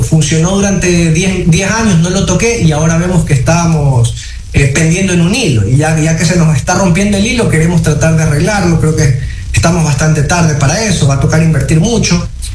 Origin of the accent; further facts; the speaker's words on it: Ecuador; Así como los ecuatorianos de a pie pagamos en nuestra casa los 20, 30, 100, hasta $200 de nuestra planilla porque lo usamos.